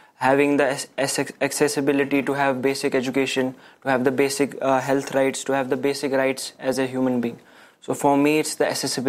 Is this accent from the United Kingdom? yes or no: no; Jammu and Kashmir, India; now in Delhi, India; I'm a Kashmiri Pandit, so I am from Kashmir.